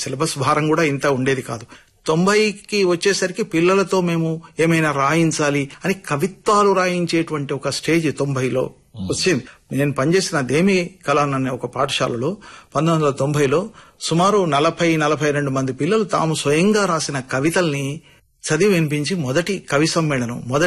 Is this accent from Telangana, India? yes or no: yes; Kamareddy, Telangana, India; కామారెడ్డి అప్పుడు అది ఉమ్మడి నిజామాబాద్ జిల్లాలో ఉండేది. అట్లాంటి కుటుంబంలో పుట్టిన తర్వాత 10వ తరగతి తర్వాత చదువుకునే అవకాశం లేదు నాకు, ఎందుకంటే మా కుటుంబ పరిస్థితులు.